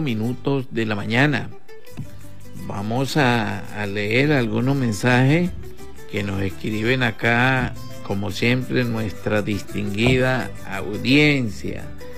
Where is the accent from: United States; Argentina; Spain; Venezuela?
Venezuela; Guayabones, Mérida; Aprovecho para saludar a toda la población en general, allá en Guayabones, mi pueblo querido, donde tengo muchos amigos y donde la gente es muy buena.